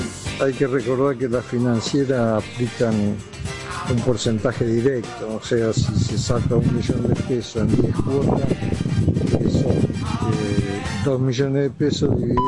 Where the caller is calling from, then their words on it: Buenos Aires, Argentina; de Palermo.